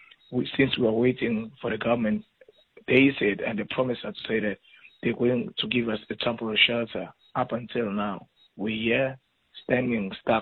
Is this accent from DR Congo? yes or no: yes; DR Congo; now in South Africa; Mind me, as a person that you're talking to, I'm Congolese, I'm documented, have papers, I grew up here in South Africa.